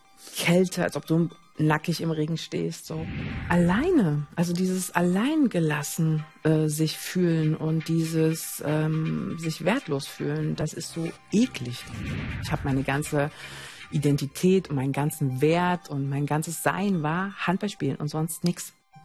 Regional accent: East Germany, Germany; ich bin halt im Osten groß geworden

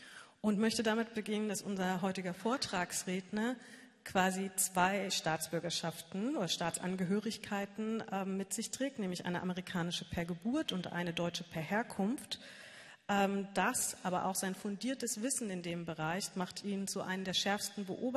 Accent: Wernigerode, Saxony-Anhalt, Germany; ich komme auch aus Wernigerode, bin hier aufgewachsen, geboren und aufgewachsen

